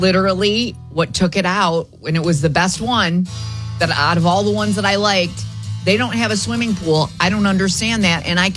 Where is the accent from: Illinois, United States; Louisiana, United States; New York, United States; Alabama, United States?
Illinois, United States; Chicago; moved away; I'm from Chicago, born and raised. Living in apartments is normal for me.